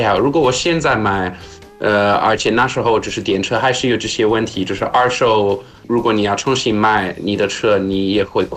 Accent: South Africa; 。 Hey guys … from South Africa.

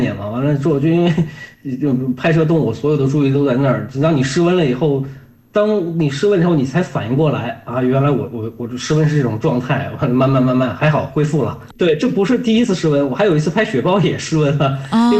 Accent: Qinghai, China; 我作为一个土生土长的青海人嘛，这些高反呀、饮食呀，包括人文风俗啊，我都非常适应那一片

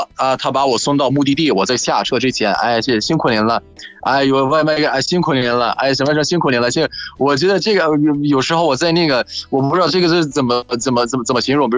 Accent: Egypt; Chinese is a second language

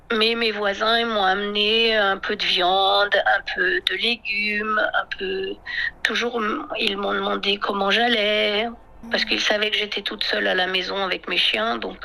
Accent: France

